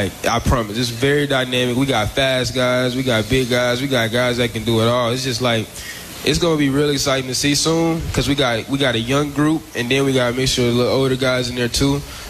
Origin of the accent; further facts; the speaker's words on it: Arkansas, United States; I love my hometown state.